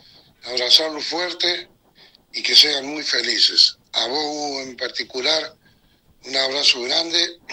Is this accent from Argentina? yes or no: yes; Argentina; born there; ¡Que viva Argentina! Este país tan hermoso que me ha visto nacer y en él sin duda me voy a morir.